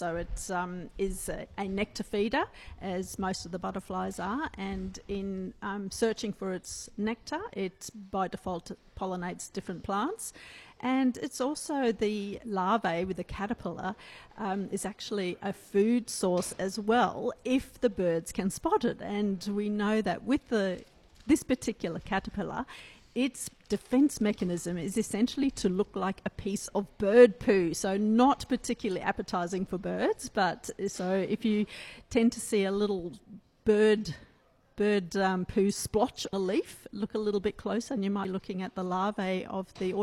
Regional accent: South Africa; now in Australia; I grew up in South Africa and was pretty much always outside turning over rocks and checking out insects and plants, and that has continued here in Australia.

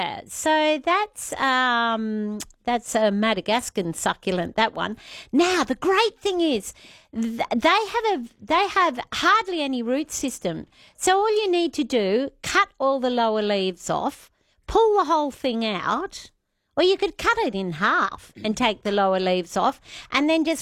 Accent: Victoria, Australia; I'm from Victoria.

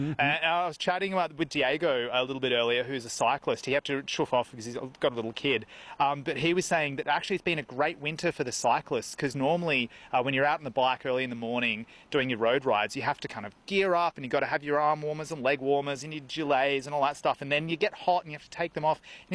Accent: Queensland, Australia; I'm still a Queenslander and I get cold in the shade.

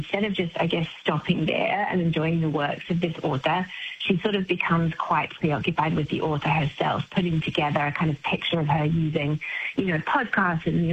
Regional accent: Palmerston North, Manawatū-Whanganui, New Zealand; also born or lived in Foxton; Oh, Palmerston North and Foxton, so down the road from you. We probably played on the same hockey pitch.

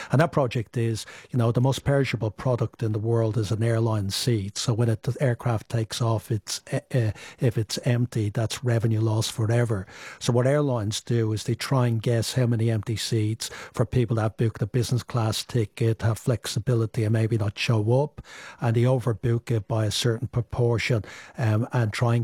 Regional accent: Dublin, Leinster, Ireland; I talk in the book about my family history growing up in Dublin from a very poor background and then getting my first job in an airline, Aer Lingus, and I'd never flown before.

